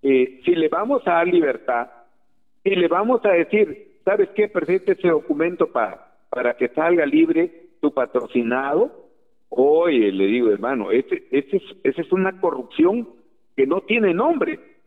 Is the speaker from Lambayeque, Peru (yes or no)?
yes; Olmos, Lambayeque, Peru; moved away; Cuando yo salí de Olmos, dije, voy a prepararme, porque yo algún día tengo que volver a mi pueblo